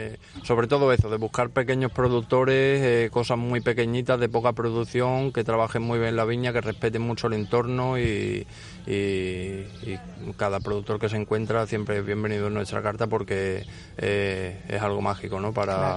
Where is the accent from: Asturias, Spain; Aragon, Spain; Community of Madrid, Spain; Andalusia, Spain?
Andalusia, Spain; Seville; moved away as an adult; now in Formentera, Spain; soy sevillano, pero yo... Sí, y llevo aquí en Formentera ya unos 10 años.